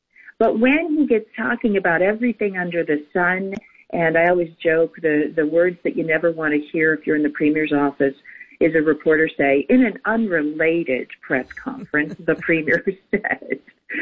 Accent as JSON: {"language": "English", "town": "Listowel", "region": "Ontario", "country": "Canada", "tie": "born or raised there", "said": "I grew up in Listowel, Patty, as we've discussed, you know, not far mm-hmm. from Stratford, well north of Windsor."}